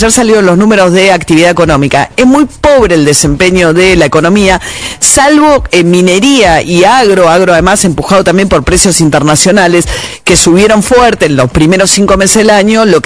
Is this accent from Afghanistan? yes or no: no; Argentina